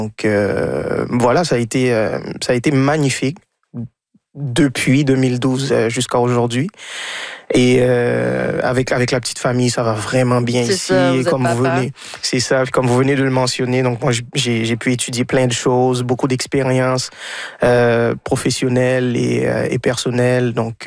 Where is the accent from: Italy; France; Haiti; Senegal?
Haiti; moved away as an adult; now in Canada; Moi, je suis né et élevé en Haïti, donc j'ai laissé autour de 19 ans. Ma mère habitait déjà le Québec.